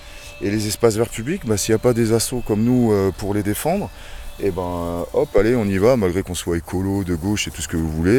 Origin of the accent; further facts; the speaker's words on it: Bondy, Île-de-France, France; also born or lived in Livry-Gargan; Je suis né à Livry-Gargan, j'ai grandi à Bondy et pas bien sous bois. C'est pas loin d'ici.